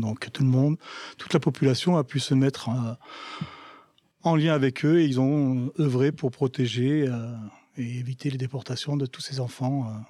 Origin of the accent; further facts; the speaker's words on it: Le Chambon-sur-Lignon, Auvergne-Rhône-Alpes, France; born there; je suis né au Chambon-Soignon, enfin à Saint-Agathe. Donc je connais bien le plateau et je connais bien son histoire.